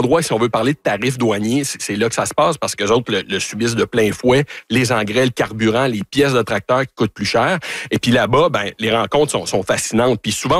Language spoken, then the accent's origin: French; Canada; Oui, c'est drôle, mais quand on dit qu'on est Canadien, honnêtement, sur le terrain, il y a beaucoup de gardes qui tombent